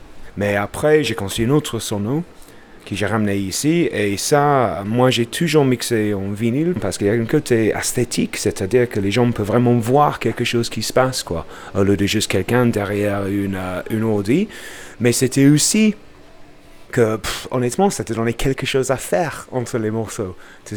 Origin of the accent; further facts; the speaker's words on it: Bradford, Yorkshire and the Humber, United Kingdom; French is a second language; now in Lyon, France; je viens de Bradford, dans le nord de l'Angleterre. Je travaille pour La Poste, je suis facteur dans la guillotière.